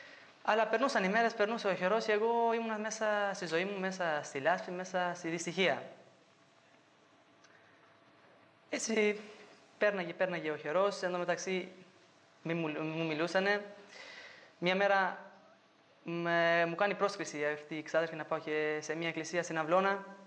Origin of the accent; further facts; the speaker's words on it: Albania; Greek is a second language; έως που μεγάλωσα, έως που στην Αλβανία ήρθε η δημοκρατία